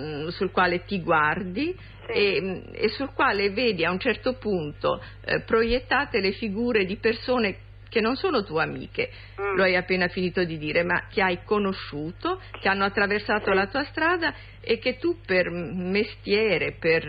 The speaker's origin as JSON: {"language": "Italian", "region": "Southern Italy", "country": "Italy", "said": "Io sono terrona, per esempio, e non lo rinnego."}